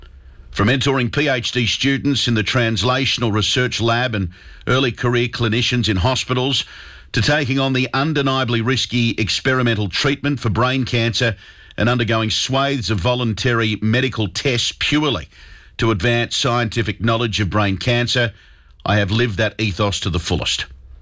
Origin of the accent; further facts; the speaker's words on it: Tasmania, Australia; and of course my hometown Tasmanians, you've laughed with me, cried with me